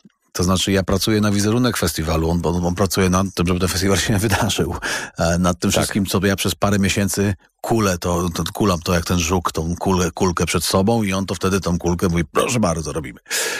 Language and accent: Polish; West Pomeranian Voivodeship, Poland; Ja jestem z Pomorza Zachodniego rodem, także mówię to z olbrzymim uczuciem i ze wspomnieniami z dzieciństwa.